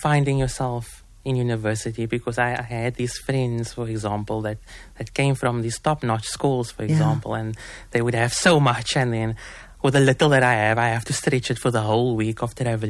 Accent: Cape Town, Western Cape, South Africa; growing up in Manenberg, growing with my granny

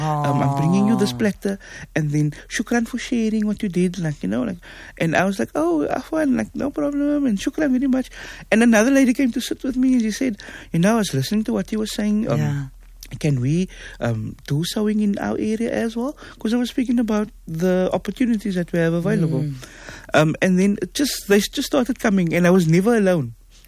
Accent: Cape Town, Western Cape, South Africa; Like for myself, I was from Cape Town. I was the only person from Cape Town in the room.

